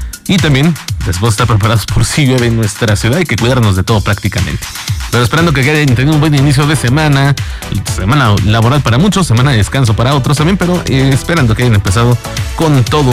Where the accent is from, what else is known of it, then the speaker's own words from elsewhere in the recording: San Cristóbal de las Casas, Chiapas, Mexico; somos orgullosamente mexicanos, aparte orgullosamente chapanecos y orgullosamente coletos